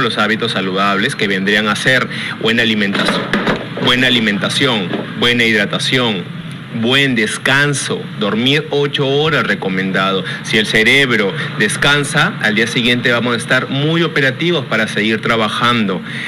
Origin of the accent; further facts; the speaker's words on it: Piura, Peru; las personas piuranas